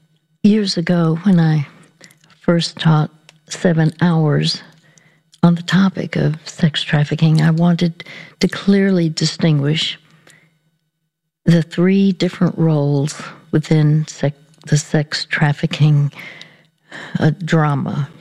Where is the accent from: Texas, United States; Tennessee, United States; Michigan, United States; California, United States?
Texas, United States; Dallas; it just so happened that the NFL, the National Football League Championship game, was going to be played in my hometown of Dallas, Texas.